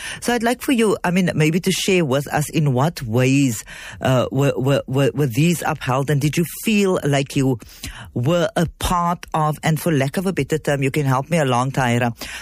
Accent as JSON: {"language": "English", "region": "Gauteng", "country": "South Africa", "tie": "born or raised there", "said": "growing up in Gauteng for the most part"}